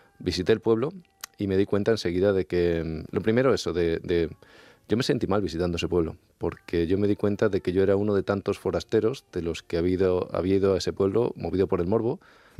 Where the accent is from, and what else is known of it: Extremadura, Spain